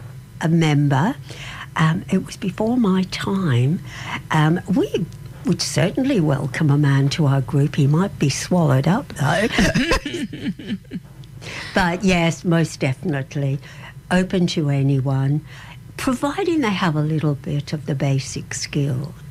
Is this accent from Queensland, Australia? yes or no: no; Neutral Bay, New South Wales, Australia; I come from Neutral Bay.